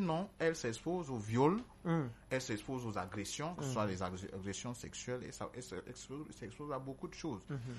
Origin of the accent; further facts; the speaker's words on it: Cameroon; Je ne suis pas ce genre de Camerounais qui prend l'éthique.